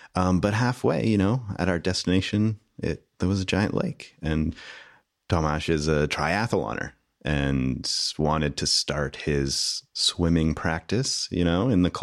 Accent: Canada; As a Canadian

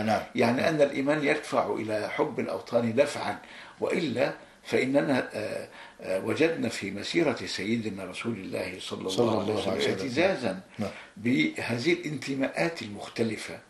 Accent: Egypt

